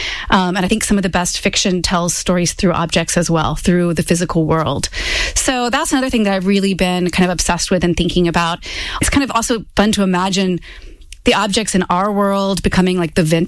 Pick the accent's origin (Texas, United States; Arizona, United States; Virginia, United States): Texas, United States; Abilene; Yes, I grew up in Abilene. My father collected records and was really into music.